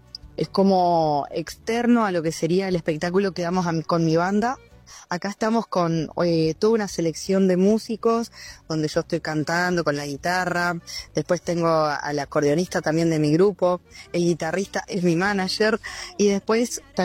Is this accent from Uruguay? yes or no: yes; Uruguay; nos convocó como grupo uruguayo